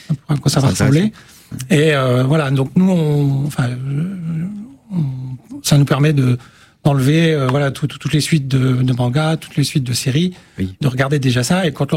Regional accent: Occitanie, France; moved away; je ne suis pas originaire de la région. Je suis originaire du PO

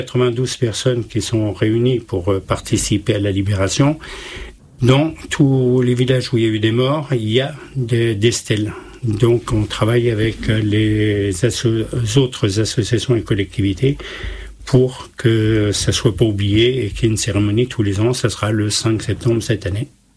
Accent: Xaronval, Grand Est, France; chez nous, à Xaronval

